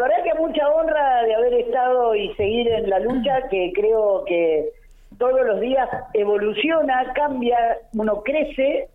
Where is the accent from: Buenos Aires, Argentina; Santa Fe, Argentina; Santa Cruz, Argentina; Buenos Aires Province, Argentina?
Santa Cruz, Argentina